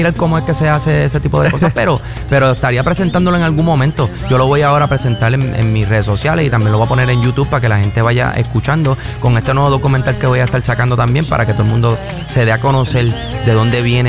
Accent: Philadelphia, Pennsylvania, United States; born there; yo soy de Filadelfia, nacido en Filadelfia. Mis padres son puertorriqueños

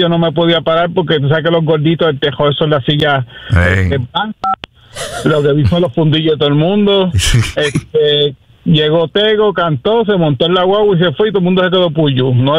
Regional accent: Lares, Puerto Rico; No, yo soy de acá, de Lares, muchacho, pero Tomás Dones es el Coliseo.

